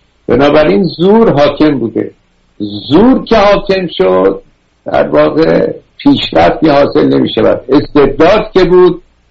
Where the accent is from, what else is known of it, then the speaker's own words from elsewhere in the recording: Iran; ما که ایرانی هستیم، تنان دوزار و فلان قد مدنیت داریم، پس چرا ما ذلیل شدیم، کشورمون از دست دادیم؟